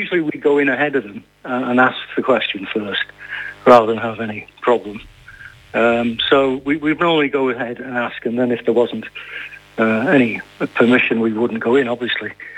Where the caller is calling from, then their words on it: Stockport, North West England, United Kingdom; I'm in France. From Stockport near Manchester.